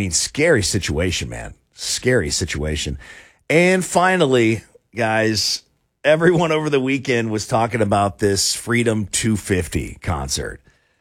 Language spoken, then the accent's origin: English; United States; as an American on our 250th birthday as a nation